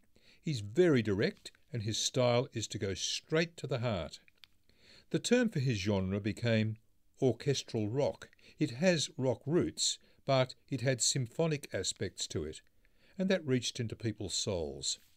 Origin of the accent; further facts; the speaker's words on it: New Zealand; Growing up in New Zealand, we had 2 pictures on our mantle, The Pope